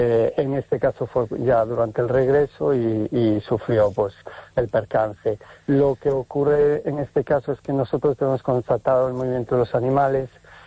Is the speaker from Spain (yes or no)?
yes; Galicia, Spain; Yo soy gallego y tomé la decisión de mudarlo para conocer también mejor la biodiversidad en nuestras aguas